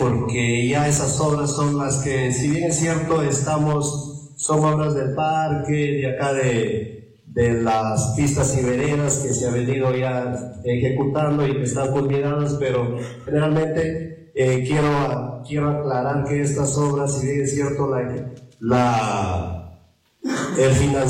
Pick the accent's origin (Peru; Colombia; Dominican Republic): Peru; Yo soy de Naranjo Salto